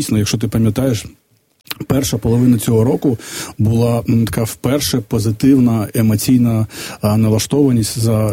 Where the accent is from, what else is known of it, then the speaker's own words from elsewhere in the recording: Vinnytsia, Vinnytsia Oblast, Ukraine; Я ж родом з Вінниці.